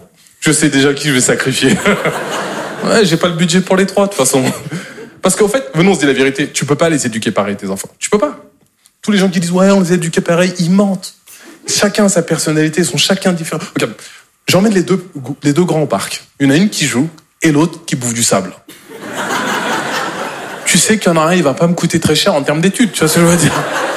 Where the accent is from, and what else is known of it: Normandy, France